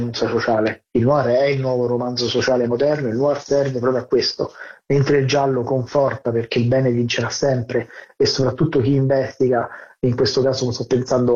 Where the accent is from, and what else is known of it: Rome, Lazio, Italy; born or raised there